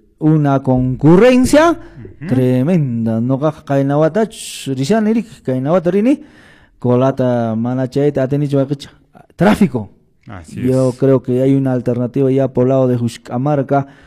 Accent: Cusco, Peru; Yo soy de Cututupampa, hermano, Pampa.

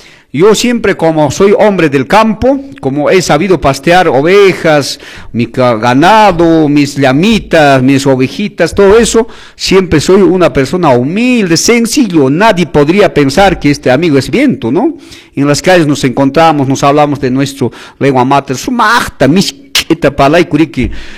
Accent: Velille, Cusco, Peru; moved away as an adult; also born or lived in Arequipa; now in Santo Tomás, Peru; Soy de Belille, soy de Chumbivilcas, y en Santoto ya he vivido 25 años de vida.

